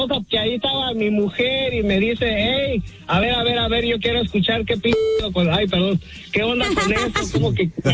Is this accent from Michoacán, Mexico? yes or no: yes; Michoacán, Mexico; moved away; Ya desde mi tierra natal, Michoacán